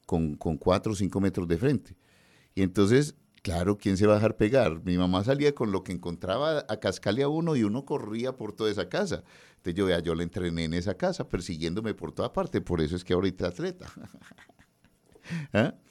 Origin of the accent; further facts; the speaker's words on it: Medellín, Antioquia, Colombia; yo me crié en una casa en Prado Centro y esas casas de Prado Centro tienen un frente muy cortico, un frente de 4 metros, 5 metros.